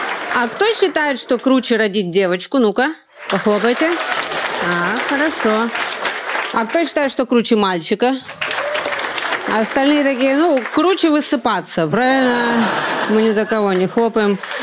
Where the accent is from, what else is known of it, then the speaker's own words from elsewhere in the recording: Kamchatka Krai, Russia; now in Moscow, Russia; я родом с Камчатки